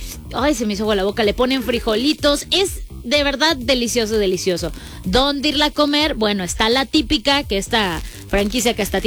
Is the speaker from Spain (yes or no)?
no; Cancún, Quintana Roo, Mexico; now in Guadalajara, Mexico; si yo soy cancunense, ¿va? Pero bueno, me siento más tapatía que nada.